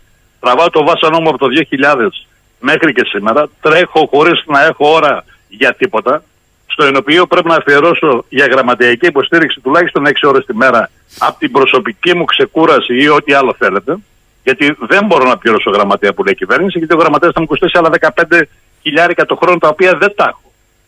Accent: Thessaly, Greece; Εγώ ζω σε μια περιφέρεια, η οποία είναι στερά Ελλάδα, αλλά το χωριό μου γεωγραφικά είναι μέσα στη Θεσσαλία.

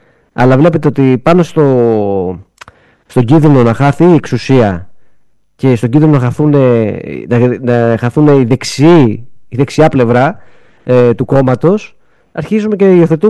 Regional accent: Greece; εμείς ως Έλληνες δεν θέλουμε να κατακτήσουμε κανέναν.

